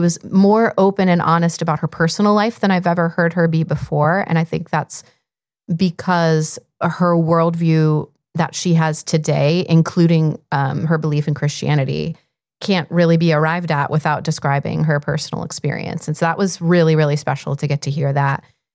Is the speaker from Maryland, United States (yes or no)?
no; Ohio, United States; Before we break, though, I do want to ask if you've seen this news from my home state. So usually when we're talking about people behaving badly, we're talking about your home state, and I will allow people to draw their own conclusions about that, of Colorado. But today we're going to talk about Ohio